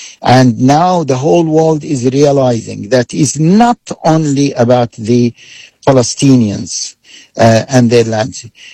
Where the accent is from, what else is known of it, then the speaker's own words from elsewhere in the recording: United Kingdom; I am from Britain, in Europe, and in particular countries like South Africa.